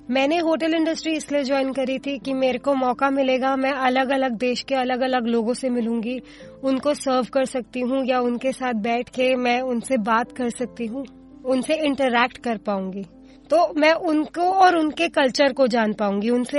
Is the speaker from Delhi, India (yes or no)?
yes; Delhi, India; मैं दिल्ली की ही रहने वाली हूँ।